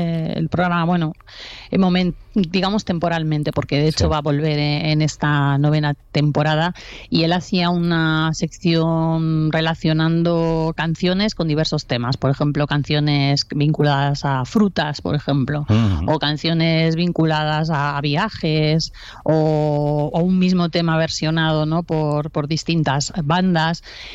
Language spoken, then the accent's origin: Spanish; Zamora, Castile and León, Spain; now in Toledo, Spain; Yo soy de Zamora